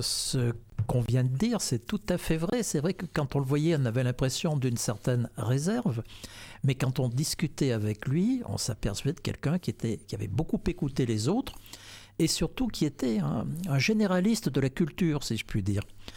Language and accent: French; Auvergne-Rhône-Alpes, France; moi je suis issu du Dauphiné, du sud du département de l'Isère, donc c'est un peu plus haut, mais c'est quand même plus méridional que cette région.